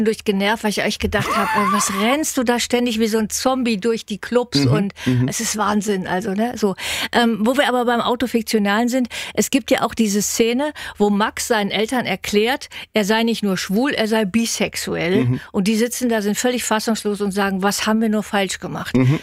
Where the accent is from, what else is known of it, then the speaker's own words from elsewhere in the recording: Krefeld, North Rhine-Westphalia, Germany; Ich komme aus Krefeld.